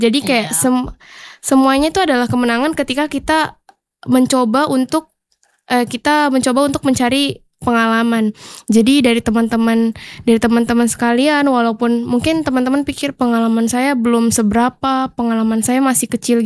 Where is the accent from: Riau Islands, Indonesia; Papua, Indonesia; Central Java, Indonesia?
Papua, Indonesia; kita dari Papua kita tuh bisa.